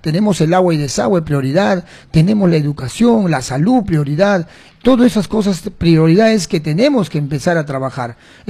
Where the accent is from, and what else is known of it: Pichanaki, Junín, Peru